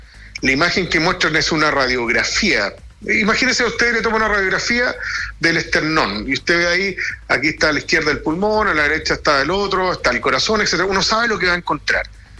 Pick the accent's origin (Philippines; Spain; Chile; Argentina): Chile; por decirlo así en buen chileno. Y la verdad es que no, esto nos preocupa como chilenos en general.